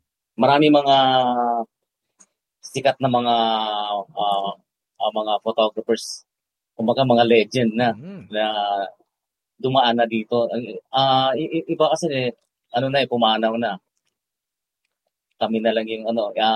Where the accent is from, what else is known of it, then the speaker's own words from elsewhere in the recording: Mindanao, Philippines; By the way, I'm from Mindanao.